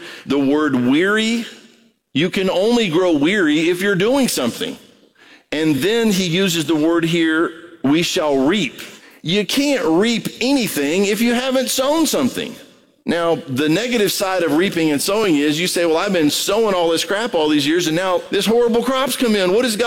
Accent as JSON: {"language": "English", "country": "Brazil", "tie": "born or raised there", "said": "I grew up in Brazil, so that's coffee"}